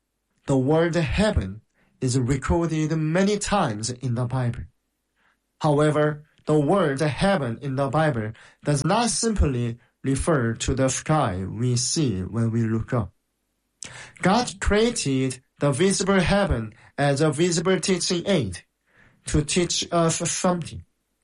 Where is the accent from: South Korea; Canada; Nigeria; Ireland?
South Korea; Listeners, I came from the Republic of Korea.